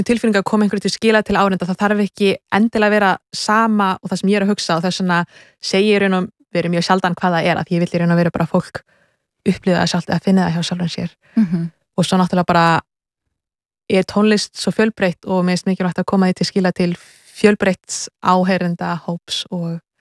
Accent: Kollafjörður, Capital Region, Iceland; born or raised there; now in Germany

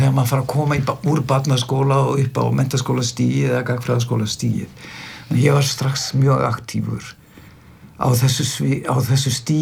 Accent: Stóragiljá, Northwestern Region, Iceland; Ég var uppalinn svona hálfuleiti á Stórgiljá, norður Húnaþingi

